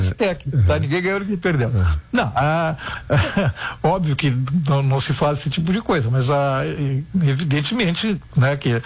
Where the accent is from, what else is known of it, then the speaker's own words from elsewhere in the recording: Rio Grande do Sul, Brazil; born there; Eu me alfabetizei no interior do estado, em grupo escolar, que se chamava na época, na escola estadual, tá?